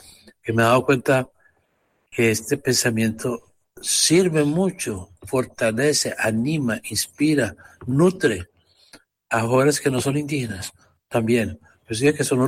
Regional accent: Medellín, Antioquia, Colombia; moved away as an adult; now in Amazon region, Colombia; Yo soy de Medellín, Antioquia. Medellín.

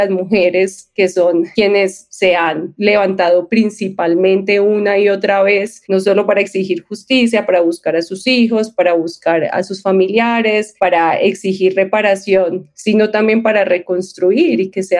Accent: Colombia; son representaciones finalmente de lo que somos como colombianos.

